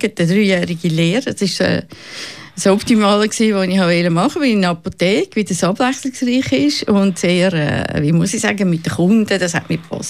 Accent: Zurich, Switzerland; born there; ich bin eben 69, ich bin geboren im Zürcher Oberland.

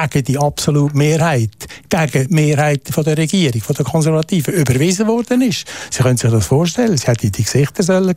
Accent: Lucerne, Switzerland; Ich bitte Sie, ich komme aus dem Kanton Luzern. Ich bin ein Luzerner Liberale.

